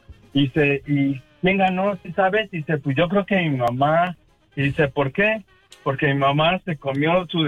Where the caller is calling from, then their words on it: Coajimalpa, Mexico City, Mexico; De Coajimalpa.